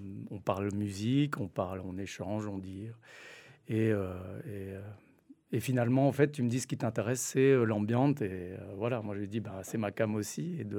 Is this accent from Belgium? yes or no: yes; Belgium; Je suis belge, donc j'ai le droit de le dire.